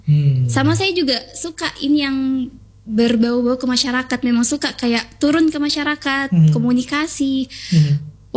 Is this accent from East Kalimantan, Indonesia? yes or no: yes; Samarinda, East Kalimantan, Indonesia; Kalau saya bukan domisili Makassar, saya orang Samarinda.